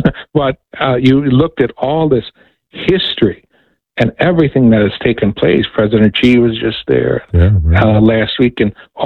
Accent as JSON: {"language": "English", "country": "United States", "said": "as an American, as an Italian American"}